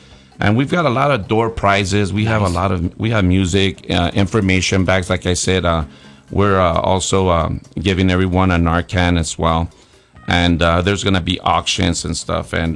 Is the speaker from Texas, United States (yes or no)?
yes; Texas, United States; We're familia from Texas, and it's just a shortcut for saying Texas.